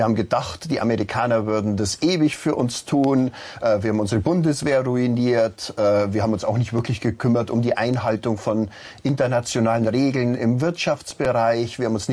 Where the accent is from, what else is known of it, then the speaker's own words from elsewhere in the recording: Germany; was haben wir getan als Europäer und insbesondere als Deutsche?